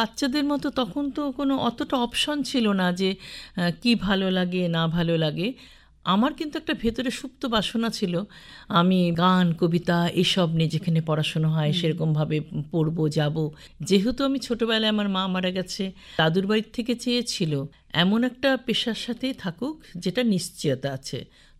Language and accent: Bangla; Siliguri, West Bengal, India